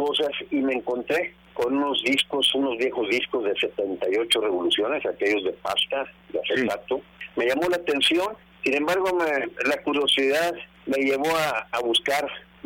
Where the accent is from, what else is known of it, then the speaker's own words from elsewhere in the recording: Nuevo Laredo, Tamaulipas, Mexico; Yo soy originario de Nuevo Laredo, Tamaulipas